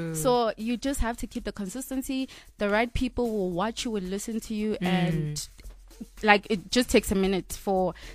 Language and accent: English; Polokwane, Limpopo, South Africa; I'm always in the room listening to music all the time from a young age. I'm from Polokwane.